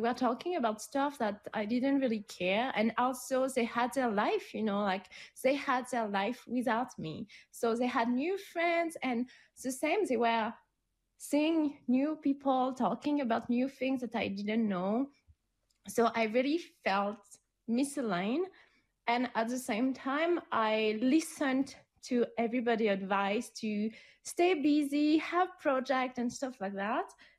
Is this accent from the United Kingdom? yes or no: no; France; English is a second language; moved away as an adult; also born or lived in United States; I was super depressed to be back in my home country. And I didn't know what to do. I missed the US so much, and I miss it so much that I went back to France on September